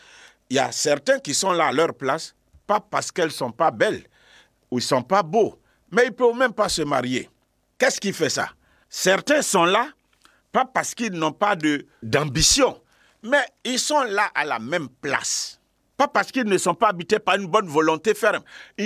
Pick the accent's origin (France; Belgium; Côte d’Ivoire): Côte d’Ivoire; Bondoukou, Zanzan; je me suis retrouvé à un carrefour chez moi à Bondoukou.